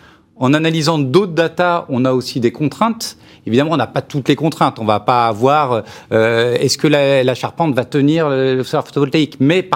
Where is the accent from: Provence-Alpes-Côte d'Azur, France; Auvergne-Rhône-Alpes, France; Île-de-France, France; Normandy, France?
Auvergne-Rhône-Alpes, France; Chambéry; Moi, je viens de Chambéry